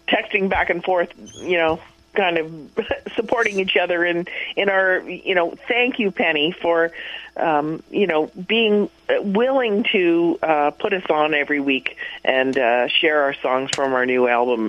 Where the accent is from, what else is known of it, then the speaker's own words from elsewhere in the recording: Toronto, Ontario, Canada; born there; I grew up on a farm for the most part. I grew up in Toronto and then on a farm, and it's now become abandoned, the farm.